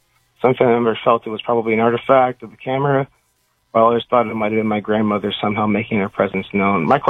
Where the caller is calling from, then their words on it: Burlington, Ontario, Canada; from Burlington, Ontario.